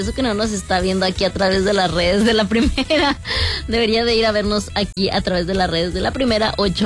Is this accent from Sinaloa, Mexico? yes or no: no; Saltillo, Coahuila, Mexico; Yo soy de aquí, de Saltillo, Coahuila.